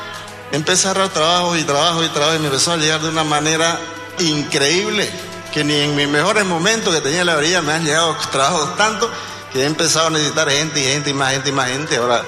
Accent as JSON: {"language": "Spanish", "town": "Montero", "region": "Santa Cruz", "country": "Bolivia", "said": "en mi pueblo, Montero"}